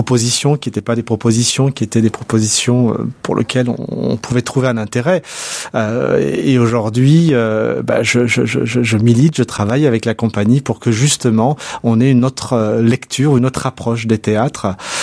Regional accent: Saint-Priest, Auvergne-Rhône-Alpes, France; also born or lived in Lyon; D'ailleurs, je vis toujours à Saint-Priest. Effectivement, je suis né à Lyon, mais j'ai toujours vécu à Saint-Priest. Donc, je connais ses rues, ses habitants.

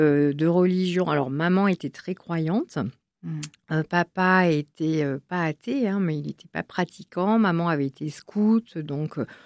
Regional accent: Biarritz, Nouvelle-Aquitaine, France; Moi, je suis née dans le Sud-Ouest.

